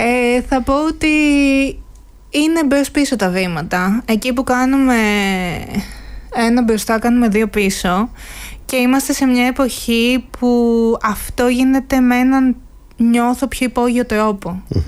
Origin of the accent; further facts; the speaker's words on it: Greece; first language Greek; καθότι είναι η μητρική μου γλώσσα, είναι το περιβάλλον στο οποίο κινούμε, η Ελλάδα.